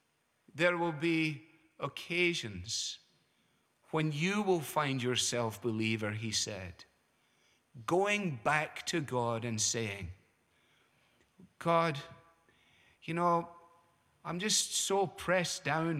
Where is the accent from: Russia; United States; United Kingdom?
United Kingdom; Scotland; Even as a Scotsman, I cannot bear the thought of that poor soul going back to the end of that thing.